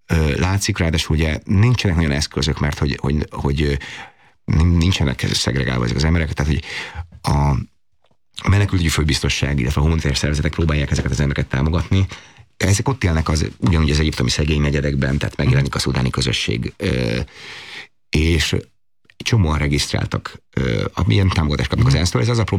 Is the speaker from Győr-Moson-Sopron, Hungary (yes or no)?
yes; Sopron, Győr-Moson-Sopron, Hungary; born or raised there